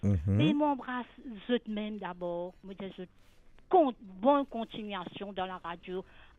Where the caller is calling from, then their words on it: Mauritius; C'est ça, mon crawl, être mauricien.